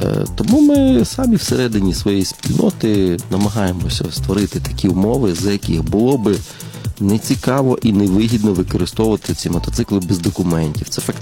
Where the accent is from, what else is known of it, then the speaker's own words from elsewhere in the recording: Kryvyi Rih, Dnipropetrovsk Oblast, Ukraine; now in Kyiv, Ukraine; Я народився і виріс в Кривому Розі, але я вже багато років живу в Києві.